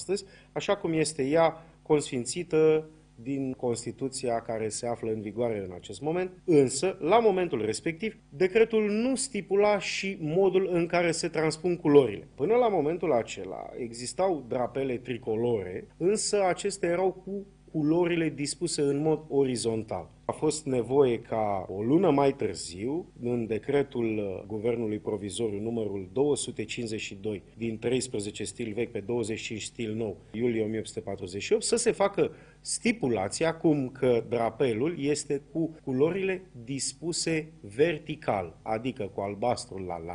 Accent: Romania; suntem români

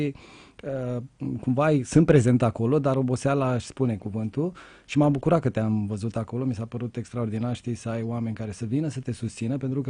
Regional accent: Bucharest, Romania; Eu sunt bucureștean

